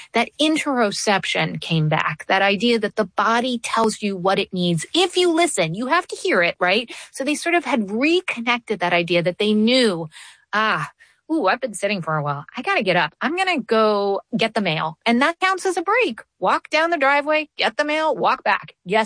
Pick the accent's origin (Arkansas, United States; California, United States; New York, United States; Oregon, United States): New York, United States; let me tell you, as a New Yorker, that is very slow.